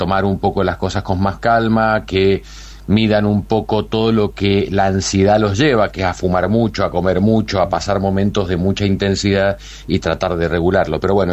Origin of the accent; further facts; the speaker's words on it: Argentina; más siendo argentino